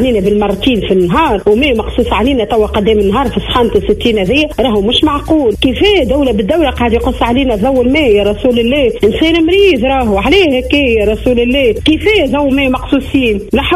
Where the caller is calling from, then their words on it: Mohamedia, Ben Arous, Tunisia; أنا نسكن في العليات في المحمدية ولاية بن عروس